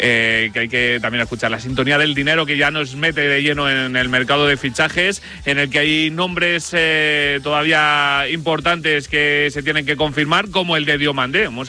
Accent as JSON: {"language": "Spanish", "town": "Toledo", "region": "Castilla-La Mancha", "country": "Spain", "said": "hoy te pongo una toledana de mi tierra."}